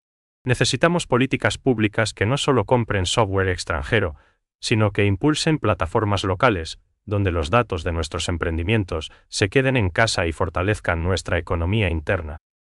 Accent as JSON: {"language": "Spanish", "country": "Paraguay"}